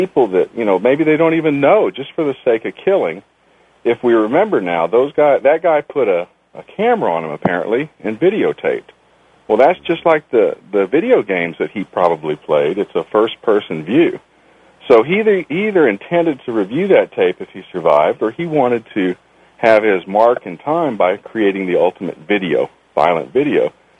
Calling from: Texas, United States; I'm calling from Texas.

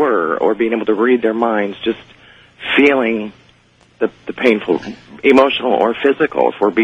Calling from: Coos County, Oregon, United States; I am in Coos County, Oregon, on listening to you on KWRO.

